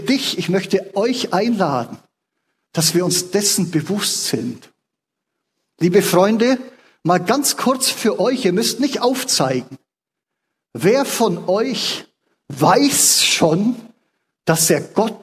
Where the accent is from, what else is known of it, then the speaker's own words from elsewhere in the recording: Bavaria, Germany; ich bin gebürtiger Allgäuer, auf dem Land aufgewachsen.